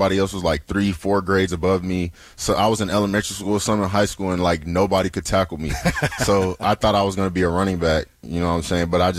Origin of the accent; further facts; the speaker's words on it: Nigeria; born there; So, you know, I'm Nigerian, born in Nigeria, parents born and raised in Nigeria.